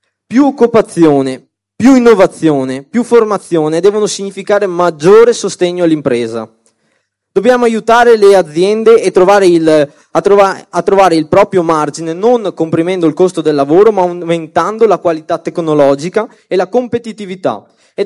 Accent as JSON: {"language": "Italian", "region": "Veneto", "country": "Italy"}